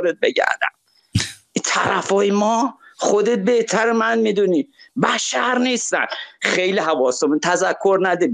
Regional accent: Shiraz, Fars, Iran; برم مرد کاکو از شیراز هستم.

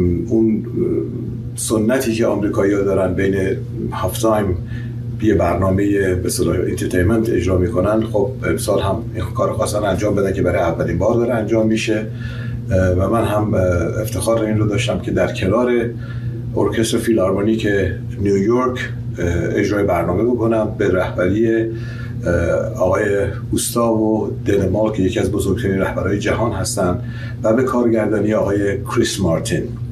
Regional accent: Iran; برای منم افتخاری است که تونستم به عنوان یک ایرانی عرض اندام بکنم

